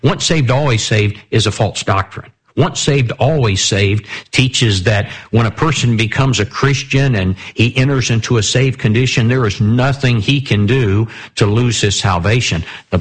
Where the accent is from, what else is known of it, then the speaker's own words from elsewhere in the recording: South Carolina, United States; now in Georgia, United States; I'm not from here. I'm from South Carolina.